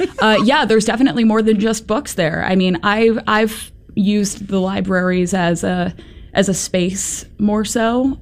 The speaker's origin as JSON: {"language": "English", "town": "Philadelphia", "region": "Pennsylvania", "country": "United States", "tie": "born or raised there", "lives_now": "Syracuse, United States", "said": "So I grew up in Philadelphia. Go Birds, if you're a fan. Ended up graduating from high school in Philly. Spent my whole childhood there, and reading, of course."}